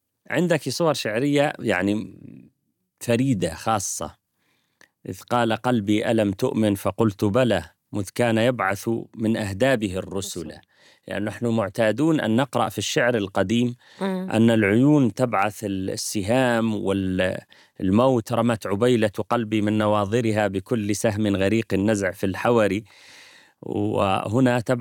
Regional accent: Syria; ونحن كسوريين

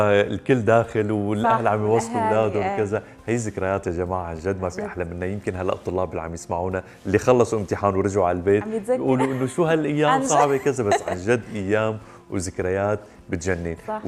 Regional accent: Syria; فعلا انا سوري وانت سوري

